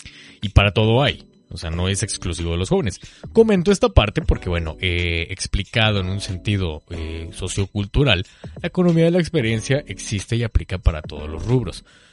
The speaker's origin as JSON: {"language": "Spanish", "region": "Veracruz", "country": "Mexico", "said": "los que somos de aquí de Veracruz"}